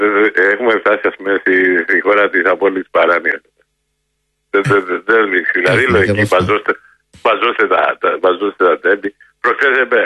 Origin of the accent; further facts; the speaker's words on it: Kokkinia, Attica, Greece; born there; Εγώ γεννήθηκα στην Κοκκινιά από εργάτε.